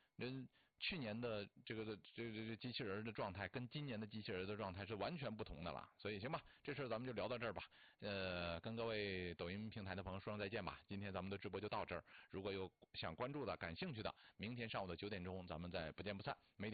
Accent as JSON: {"language": "Chinese", "town": "Yushu", "region": "Jilin", "country": "China", "tie": "born or raised there", "moved": "yes", "said": "舒兰离我的老家也很近，小的时候去舒兰也比较多，从我们榆树去舒兰的那条路啊特别不好走"}